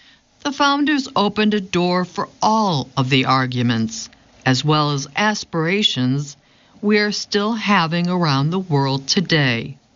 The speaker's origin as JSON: {"language": "English", "town": "Chicago", "region": "Illinois", "country": "United States", "tie": "born or raised there"}